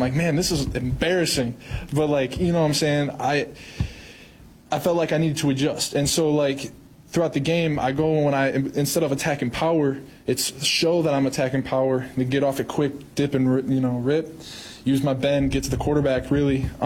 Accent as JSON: {"language": "English", "region": "Michigan", "country": "United States", "said": "Like, I'm from Michigan, so like Ford Field is decently big."}